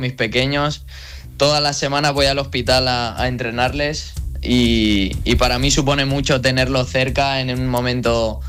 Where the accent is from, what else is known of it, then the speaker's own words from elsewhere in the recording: Valencia, Valencian Community, Spain; me gustaría que fuese en noviembre en el Roche Arena en Valencia, de donde yo soy originario